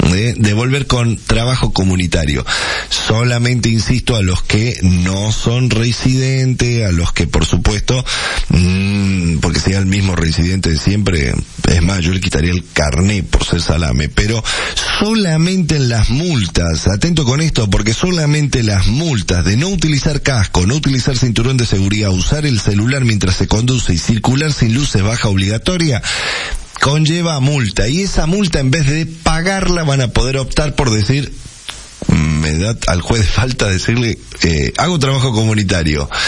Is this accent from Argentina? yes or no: yes; Argentina; en Argentina somos todos morbosos